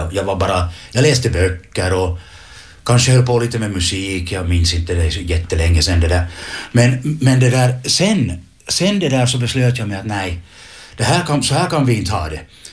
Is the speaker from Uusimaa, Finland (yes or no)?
yes; Leksvall, Uusimaa, Finland; born there; now in Helsinki, Finland; jag föddes i Leksvall mellan Ekenäs och Hange.